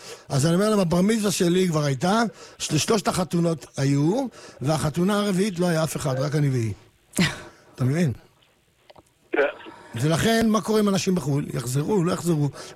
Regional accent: Ramla, Central District, Israel; אני ילד רחוב, אני גדלתי ברמלה, ילד רחוב

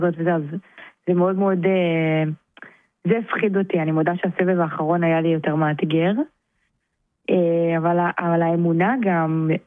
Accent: Ashdod, Southern District, Israel; גדלתי באשדוד

